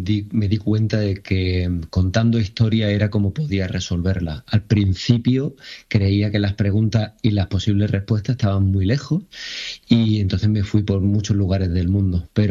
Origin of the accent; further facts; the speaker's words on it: Jaén, Andalusia, Spain; soy de Jaén y de familia que ha trabajado el campo, ¿no?